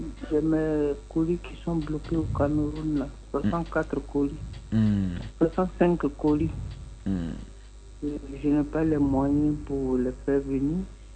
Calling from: Abidjan, Côte d’Ivoire; Je vous appelle les deux plateaux.

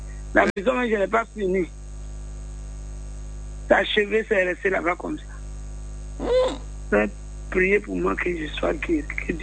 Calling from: Gamé, Togo; je suis à Gamé.

